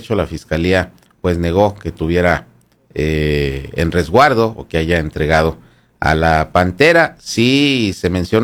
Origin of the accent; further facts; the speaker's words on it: Mexico; ya sabe cómo somos los mexicanos